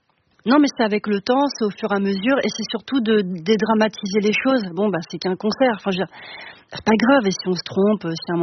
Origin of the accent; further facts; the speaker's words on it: Villemomble, Île-de-France, France; also born or lived in Noisy-le-Sec; je suis née à Noisy-le-Sec, mais je n'y ai pas vécu du tout. Moi, j'ai vécu à Villemomble. C'est à 5 minutes de Noisy-le-Sec, vraiment, c'est un jet de pierre.